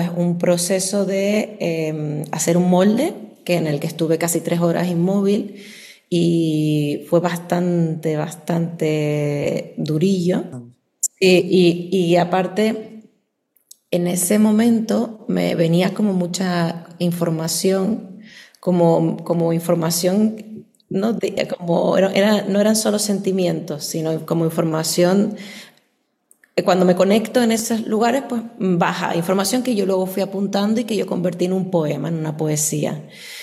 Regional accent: Canary Islands, Spain; yo soy de las Islas Canarias, y entonces mis ancestras, pues los ancestros de las Islas Canarias, en Tenerife en concreto, momificaban.

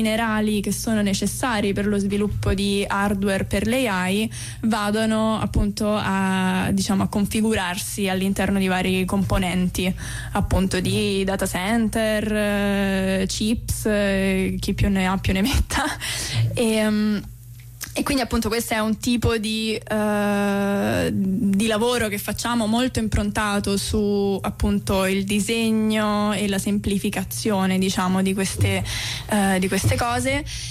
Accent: Rome, Lazio, Italy; also born or lived in London; tranne me, che sono di Roma e vengo da Roma e sto a Roma.

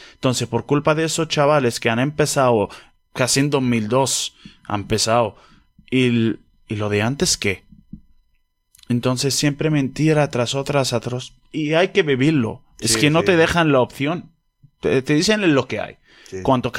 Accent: Palestine; Imagínate que yo he nacido como lo demás, palestino, normal, con mis derechos, con mi tierra, con mi casa, con lo que sea, ¿no?

